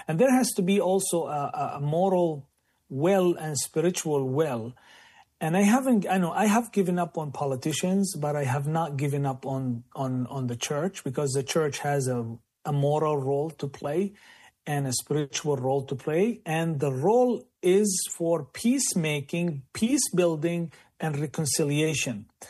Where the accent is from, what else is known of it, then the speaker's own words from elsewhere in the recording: Bethlehem, West Bank, Palestine; in my hometown, where I grew up, you know, Bethlehem is surrounded by three giant walls, and it's surrounded by a settlement.